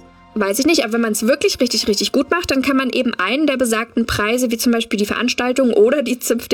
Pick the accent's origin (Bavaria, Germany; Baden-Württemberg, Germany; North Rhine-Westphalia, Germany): Bavaria, Germany; Genau, ich bin Oberpfälzer